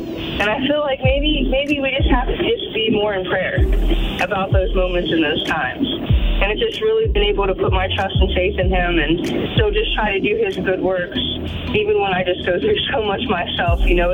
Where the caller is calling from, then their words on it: Columbus, Ohio, United States; I'm calling from Columbus, Ohio.